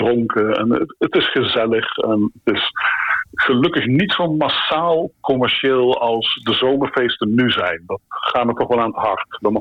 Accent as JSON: {"language": "Dutch", "town": "Nijmegen", "region": "Gelderland", "country": "Netherlands", "tie": "born or raised there", "said": "Toen ik opgroeide in Nijmegen was het 1 groot feest. Iedereen kon gaan waar die wilde."}